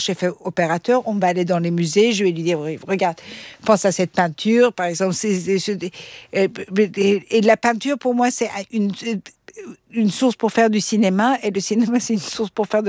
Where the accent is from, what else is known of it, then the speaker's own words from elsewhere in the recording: Austria; first language Persian; French is a second language; Je parlais le persan, mes parents ils m'ont mis dans une école francophone, après j'ai grandi en Autriche